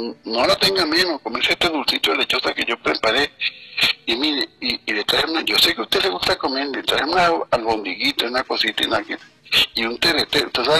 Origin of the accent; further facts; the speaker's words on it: Yaracuy, Venezuela; born there; now in Valencia, Venezuela; sea aquí en Valencia, sea allá en mi pueblo, en Irbo, en Yaracuy